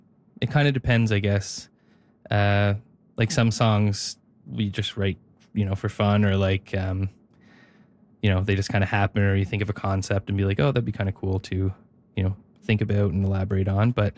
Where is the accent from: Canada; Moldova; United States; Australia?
Canada; Neils Harbour, Nova Scotia; As you said before, I'm from Cape Breton. I'm from a very rural small fishing village called Neal's Harbor in northern Cape Breton, kind of in the woods around the Cabot Trail area. It's very beautiful, very small.